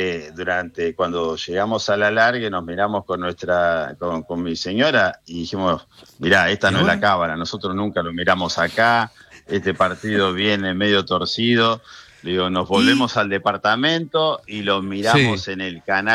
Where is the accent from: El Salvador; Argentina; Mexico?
Argentina; Y resulta que nos juntamos como 50 argentinos.